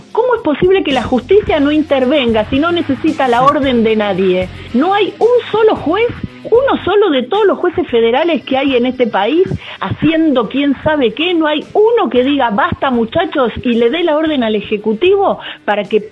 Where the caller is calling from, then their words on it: San Martín, Buenos Aires Province, Argentina; de San Martín.